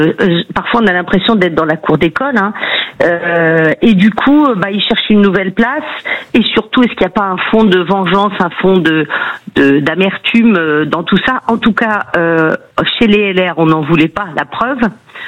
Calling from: Challans, Pays de la Loire, France; En Vendée.

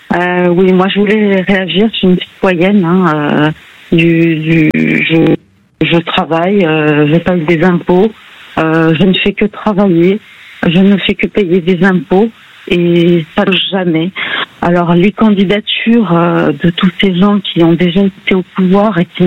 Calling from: Bourgogne-Franche-Comté, France; je suis issue de Bourgogne

